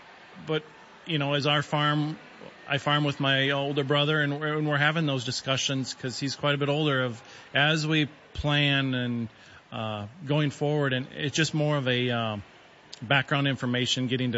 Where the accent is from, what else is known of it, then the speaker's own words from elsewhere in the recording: Naperville, Illinois, United States; I grew up in Naperville, Illinois, about an hour outside of Chicago.